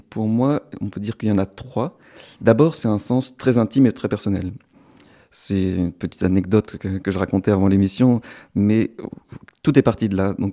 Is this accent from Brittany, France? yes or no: no; Provence-Alpes-Côte d'Azur, France; now in Belgium; je passais de la lumière aux ténèbres quand on vient de Provence.